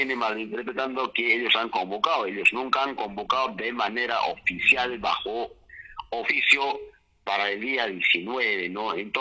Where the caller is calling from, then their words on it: Chumbivilcas, Cusco, Peru